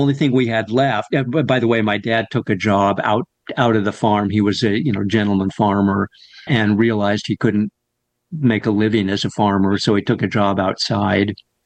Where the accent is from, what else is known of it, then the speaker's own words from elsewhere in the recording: Corvallis, Oregon, United States; I grew up in Corvallis, Oregon, on a 100-acre farm a couple miles north of town. And we had a whole bunch of animals.